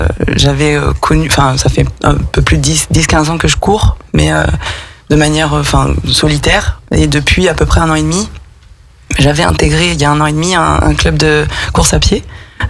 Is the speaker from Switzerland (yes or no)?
no; France; moved away as an adult; j'ai 36 ans, je suis aixoise et amoureuse de ma région.